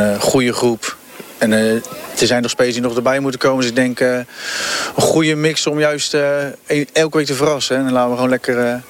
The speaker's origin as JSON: {"language": "Dutch", "town": "Goes", "region": "Zeeland", "country": "Netherlands", "tie": "born there", "also_born_or_lived": "Rotterdam", "moved": "yes", "said": "ik ben geboren in Goes, dus dat is wel leuk. En gewoond in Heinkensand. En op een gegeven moment verhuisd, omdat mijn ouders in Rotterdam werkten. Dus zodoende. En dan wel een tijdje weer teruggewoond in Zeeland, in Heinkensand."}